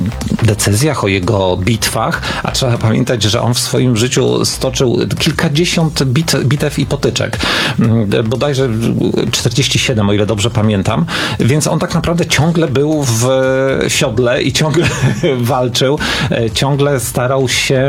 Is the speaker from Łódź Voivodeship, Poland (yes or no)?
no; Płock, Masovian Voivodeship, Poland